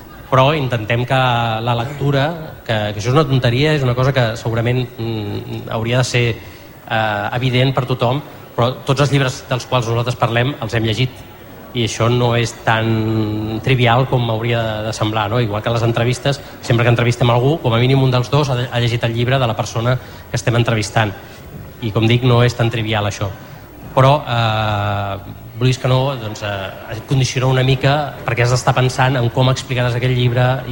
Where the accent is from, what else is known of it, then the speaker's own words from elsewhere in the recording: Sant Boi de Llobregat, Catalonia, Spain; jo sóc autor de Sant Boi